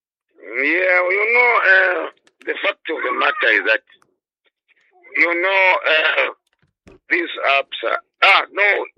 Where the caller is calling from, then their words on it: Central Province, Zambia; I'm a Zambian. I'm calling in Osaka.